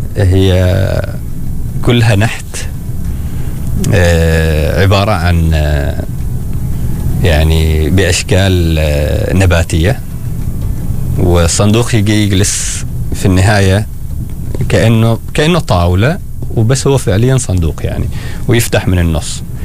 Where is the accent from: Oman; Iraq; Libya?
Oman; نحن في عمان موجود عندنا، لكن اللي موجود عندنا في عمان لونين فقط